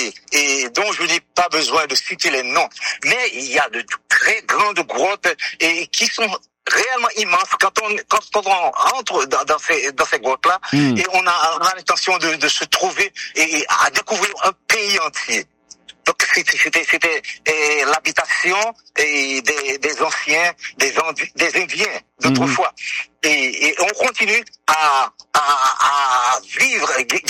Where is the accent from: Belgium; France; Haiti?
Haiti; Dondon, Nord; à Dondon, il y a une inspiration qui est réellement grande et c'est un pays fertile là où j'ai grandi, là où j'ai appris à aimer, à apprécier et à respecter.